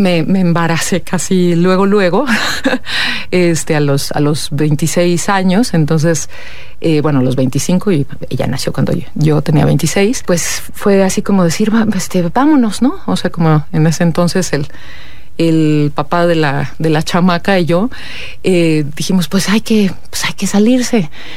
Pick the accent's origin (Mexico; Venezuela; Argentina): Mexico; Mexico City; moved away as an adult; now in Querétaro, Mexico; Soy de la Ciudad de México, pero llegué aquí hace ya 24 años.